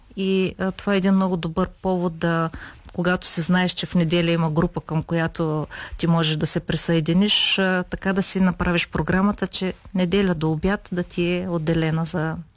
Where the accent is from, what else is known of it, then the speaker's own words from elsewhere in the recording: Shumen, Shumen Province, Bulgaria; аз съм родена в Шумен, израснала съм тук.